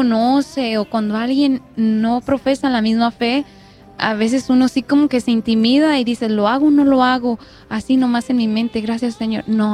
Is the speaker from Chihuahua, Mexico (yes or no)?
no; Zacatecas, Mexico; moved away; Yo soy de Zacatecas.